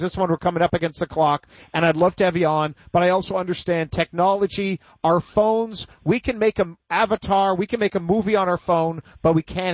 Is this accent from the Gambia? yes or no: no; Canada; I'm a Canadian who's a big fan of the States.